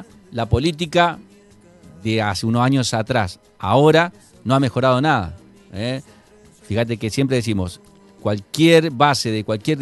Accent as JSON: {"language": "Spanish", "region": "Santa Fe", "country": "Argentina", "said": "la mayoría somos gente de San Javier que estudian allá."}